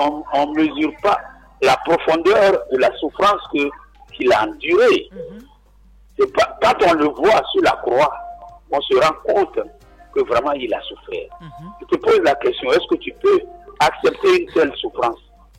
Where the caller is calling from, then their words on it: Dabou, Lagunes, Côte d’Ivoire; je suis de Dabou, la paroisse Sacré-Cœur de Bonne.